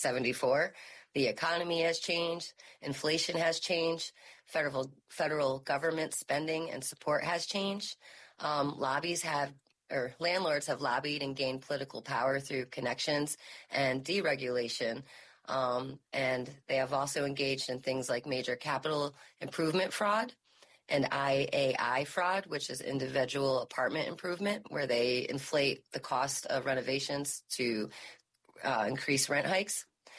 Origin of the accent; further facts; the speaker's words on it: Albany, New York, United States; Like I said, I'm myself in Albany